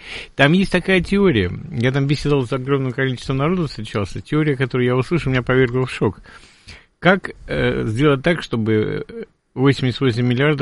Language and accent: Russian; Saint Petersburg, Russia; а я питерский этот хулиган.